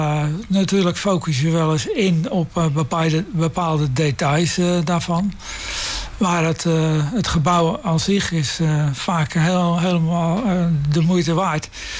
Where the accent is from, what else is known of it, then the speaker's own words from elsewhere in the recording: Vlaardingen, South Holland, Netherlands; also born or lived in Singapore; Vlaardingen, want ja, dat is toch dus dat waar ik vandaan kom.